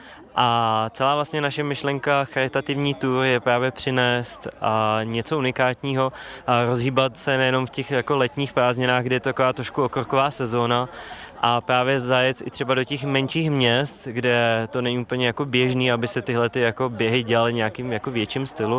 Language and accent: Czech; Plzeň, Plzeň Region, Czechia; My sami jsme vlastně z Plzně, takže jsme přijeli sem na Slezsko